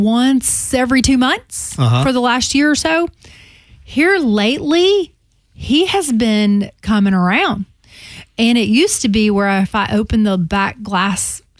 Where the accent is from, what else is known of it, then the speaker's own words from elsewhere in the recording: the South, United States; I was raised in the South.